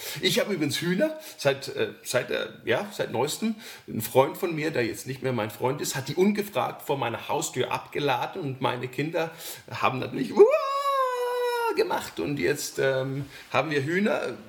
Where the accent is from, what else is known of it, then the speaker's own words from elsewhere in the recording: Switzerland; Und ich als Schweizer habe schon so eine Affinität zu Pünktlichkeit. Das ist etwas, das ist wirklich schweizerisch an mir